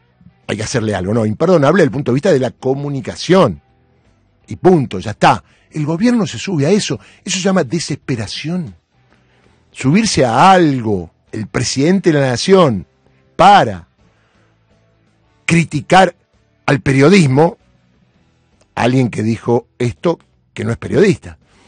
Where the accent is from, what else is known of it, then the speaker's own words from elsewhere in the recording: Argentina; Entonces, cuando dicen yankee, gone home, desde siempre. Nos criamos así en la Argentina.